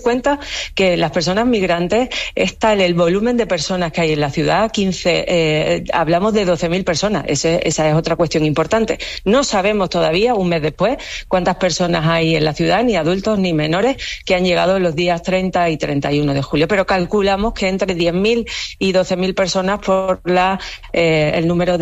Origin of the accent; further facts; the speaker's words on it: Ceuta, Spain; yo como española, como ceutí, como europea